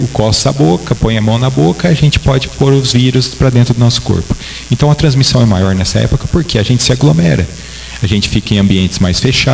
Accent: Espírito Santo do Pinhal, São Paulo, Brazil; Eu sou nascido e criado aqui em Pinhal

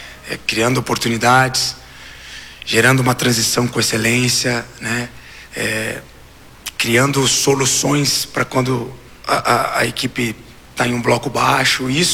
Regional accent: Campinas, São Paulo, Brazil; moved away; Eu sou de Campinas

